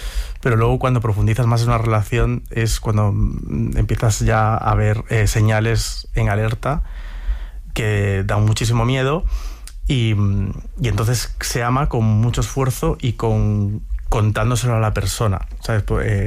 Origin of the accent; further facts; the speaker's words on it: Ourense, Galicia, Spain; Entonces, a mí me daba miedo Ourense. Me daba miedo eso, esa vuelta a mi ciudad natal